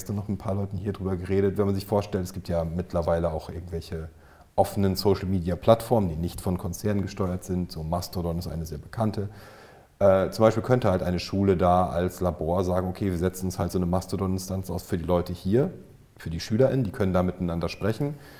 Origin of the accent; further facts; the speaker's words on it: Northern Germany, Germany; born there; Ich bin ja in Norddeutschland geboren